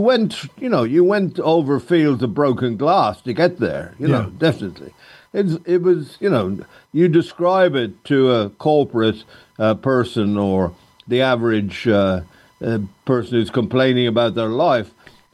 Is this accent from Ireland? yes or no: yes; Ireland